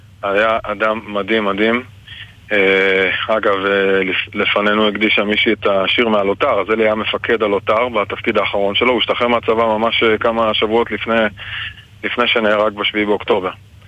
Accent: Northern District, Israel; אבל אני אוהב את הנופים של הגולן. גדלתי פה כילד, הסתובבתי יחף בשדות ובמרחבים ובנחלים ובמעיינות

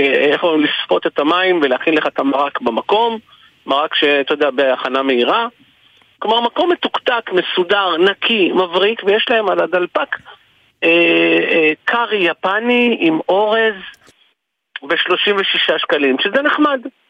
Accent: Givatayim, Tel Aviv District, Israel; אני גדלתי בדרום גבעתיים. את שנות הילדות שלי והנערות שלי עברתי שם, קצה שנות הנערות שלי עברתי שם

